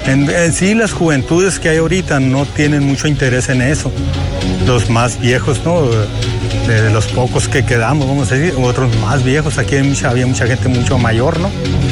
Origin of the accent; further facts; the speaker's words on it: Trincheras, Sonora, Mexico; now in Benjamín Hill, Mexico; yo nací allá en Trincheras.